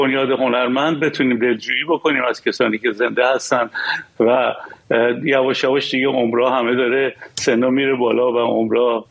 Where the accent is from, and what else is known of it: Iran; moved away